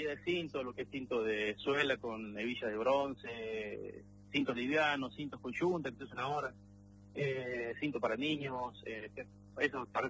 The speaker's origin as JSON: {"language": "Spanish", "region": "Córdoba", "country": "Argentina", "said": "Soy de Córdoba."}